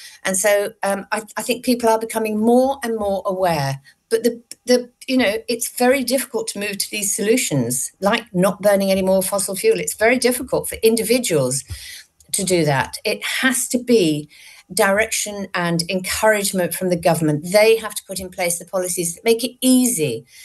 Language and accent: English; Brighton, South East England, United Kingdom; my hometown, Brighton.